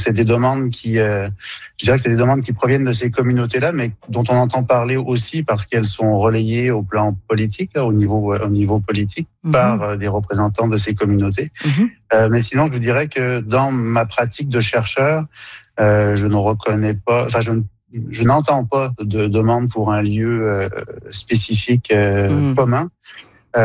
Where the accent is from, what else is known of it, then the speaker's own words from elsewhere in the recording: Quebec, Canada; chez nous au Québec